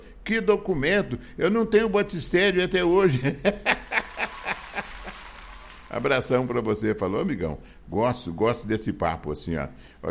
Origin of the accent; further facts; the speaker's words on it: Minas Gerais, Brazil; Eu sou... Você pega o 11 aqui, você vai até Abaeté, tá legal? Eu sou do tempo do ônibus que fazia de Abaeté a Morada Nova.